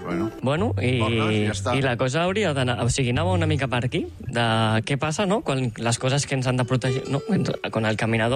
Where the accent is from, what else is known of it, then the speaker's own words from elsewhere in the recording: Catalonia, Spain; Jo sóc del Llobregat